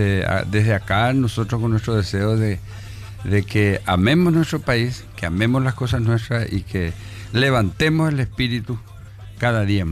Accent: Paraguay

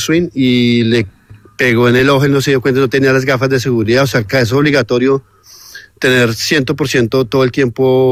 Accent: Bogotá, Colombia; moved away; Yo soy bogotano. Yo vivía en Ciudad Bolívar. Y yo estudiaba en Arborizadora Alta, en un barrio que se llama Potosí.

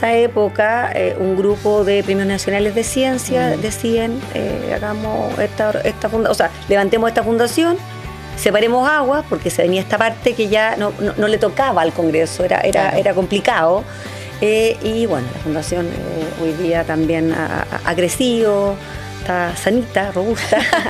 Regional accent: Chile; Yo soy súper fan de mi país.

